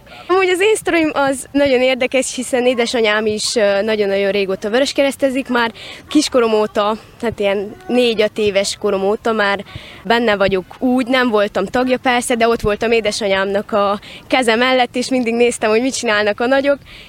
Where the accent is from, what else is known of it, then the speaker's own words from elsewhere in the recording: Transylvania, Romania; és Erdélyből jöttem.